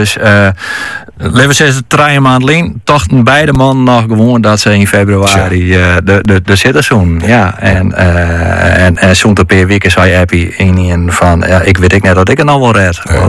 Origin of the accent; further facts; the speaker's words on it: Kollum, Friesland, Netherlands; Ik ben zelf opgegroeid in Kolom, dus ik ken dat gebied.